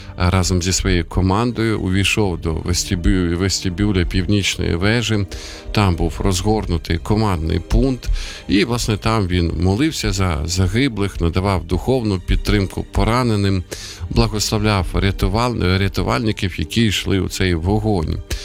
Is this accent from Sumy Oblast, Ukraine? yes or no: yes; Sumy, Sumy Oblast, Ukraine; от в моєму рідному місті вчора, позавчора, от росіяни завдавали удари по одному із торгівельних центрів, це місто Суми.